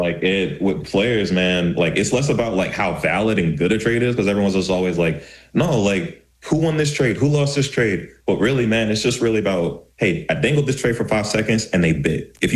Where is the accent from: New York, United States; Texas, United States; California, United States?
California, United States; born there; But yeah, I was born in California, actually.